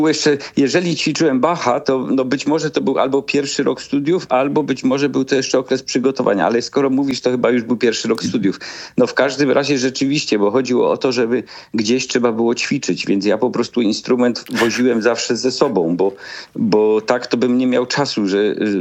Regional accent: Tychy, Silesian Voivodeship, Poland; Ja oczywiście gdzieś tam całe życie siedziałem jako człowiek ze Śląska, bo mieszkam w Tychach, tu się urodziłem.

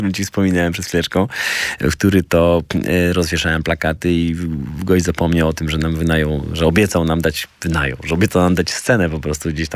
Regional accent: Zielona Góra, Lubusz Voivodeship, Poland; moved away; pojechaliśmy do Zielonej Góry i tam pamiętam właśnie moje rodzinne miasto.

